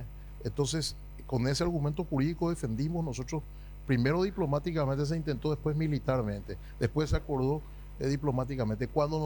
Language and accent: Spanish; Paraguay; como abogado constitucionalista, como paraguayo, como ex constituyente, como ex senador